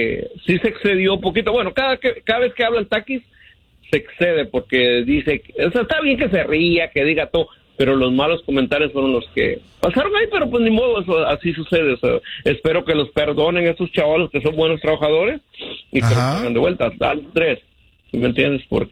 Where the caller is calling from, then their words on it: Mexico City, Mexico; la mayoría de los que somos del DF, pues somos morenos